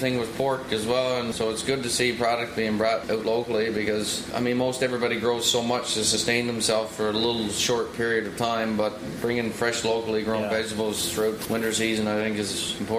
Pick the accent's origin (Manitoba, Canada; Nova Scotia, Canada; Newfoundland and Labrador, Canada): Newfoundland and Labrador, Canada; we started bringing it up to Northern Peninsula, where I'm from